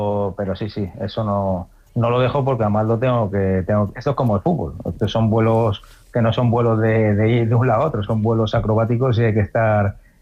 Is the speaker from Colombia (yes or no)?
no; Zaragoza, Aragon, Spain